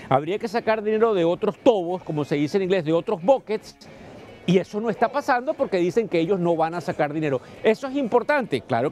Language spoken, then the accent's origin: Spanish; Venezuela; now in New York, United States; yo soy el venezolano de negocios televisión, desde el piso de la bolsa de Nueva York